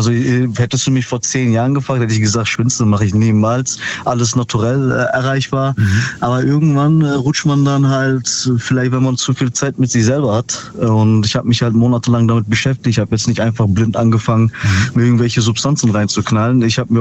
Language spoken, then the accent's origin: German; Ravensburg, Baden-Württemberg, Germany; Aus Ravensburg.